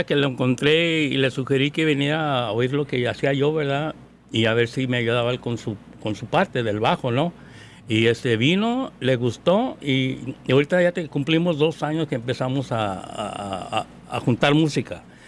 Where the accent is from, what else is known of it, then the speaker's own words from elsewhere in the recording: Ciudad Juárez, Chihuahua, Mexico; now in Sacramento, United States; Yo vengo de Ciudad Juárez.